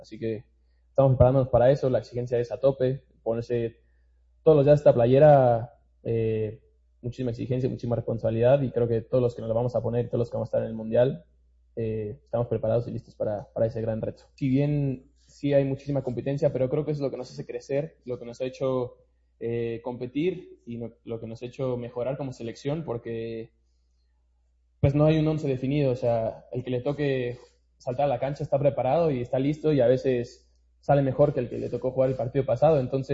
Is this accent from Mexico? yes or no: yes; Mexico